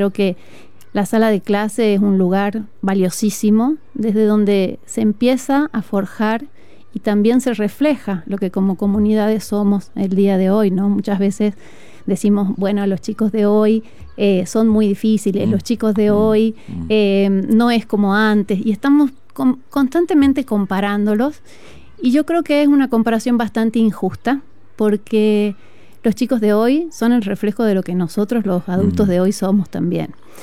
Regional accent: Tucumán, Argentina; Sí, yo soy del norte de Argentina.

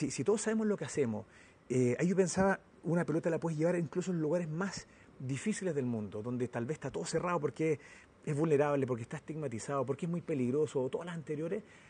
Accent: Rancagua, O'Higgins, Chile; yo soy de Rancagua, estaba trabajando en la India hace 20 años.

